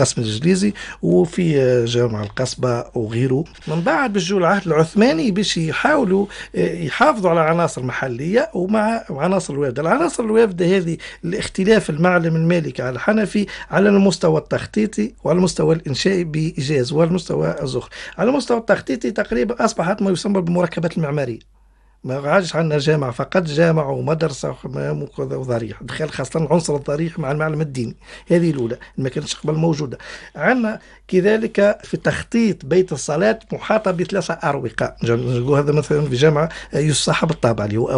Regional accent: Kairouan, Kairouan Governorate, Tunisia; كما عندنا في القيروان ثلاث أبراج متراكبة

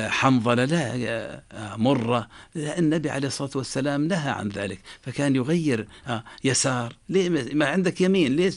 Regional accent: Jordan; ويعني أنا كان يعجبني أنه عندنا في الأردن يعني زي ما تقول مجلس للتوجيه الوطني.

